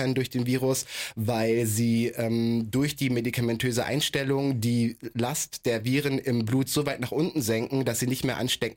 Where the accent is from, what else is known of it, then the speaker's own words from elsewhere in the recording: Berlin, Germany; ich komme aus Berlin